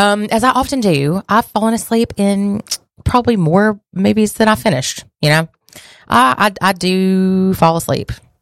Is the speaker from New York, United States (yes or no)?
no; Panama City, Florida, United States; born there; I was born in Panama City, Florida. And my dad, while we were living there in Panama City, Florida as a family